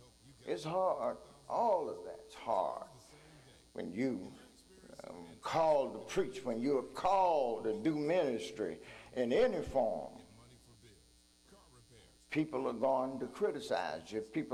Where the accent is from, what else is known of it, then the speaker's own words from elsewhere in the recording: Gulfport, Mississippi, United States; moved away as an adult; now in Huntsville, United States; Mount Calvary in Gulfport, Mississippi. Hometown, that's where I was raised, played ball, and everybody knew me.